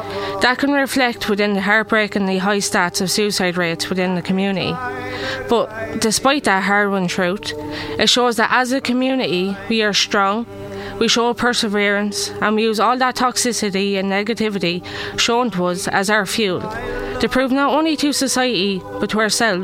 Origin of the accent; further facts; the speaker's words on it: Ireland; I'm an Irish traveller poet